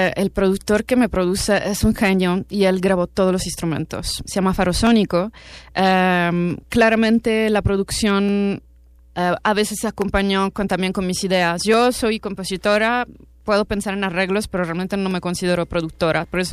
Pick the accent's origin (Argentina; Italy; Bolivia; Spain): Italy; now in Mexico; yo me presento como cantautora italiana, pop alternativo, porque tiene muchos sonidos por ahí, los puedo elencar, y radicada en México, así me presento.